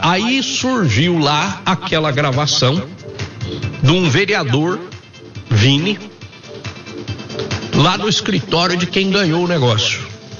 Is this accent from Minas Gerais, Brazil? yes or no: yes; Minas Gerais, Brazil; Eu sou mineiro, desconfiado.